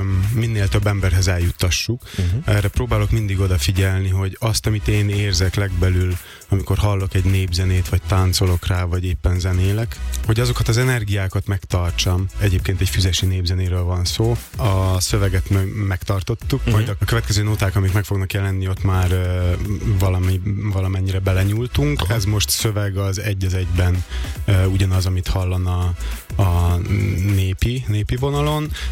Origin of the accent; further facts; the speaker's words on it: Vojvodina, Serbia; vajdaságiként nem tudom soha elengedni a magyar és a szerb népzenét, tehát egy ilyen kavalkádban nőttem fel, ahol fontos volt a magyar kultúra